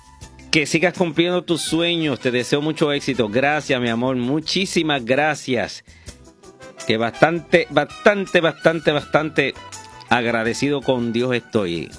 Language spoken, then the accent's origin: Spanish; Aguada, Puerto Rico; en mi pueblo también de Aguada